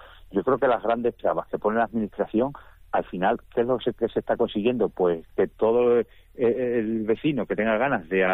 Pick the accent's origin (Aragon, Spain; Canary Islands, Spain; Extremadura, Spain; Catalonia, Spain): Extremadura, Spain; como es conocido en mi pueblo de hace 40 años